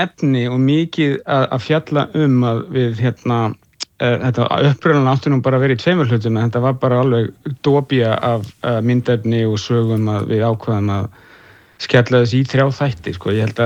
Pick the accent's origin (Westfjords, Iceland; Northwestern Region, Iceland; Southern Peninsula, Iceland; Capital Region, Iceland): Capital Region, Iceland; Reykjavik; Þannig að ég nefnilega ólst upp í Fossvogi, þannig að það var ekki það langt frá mér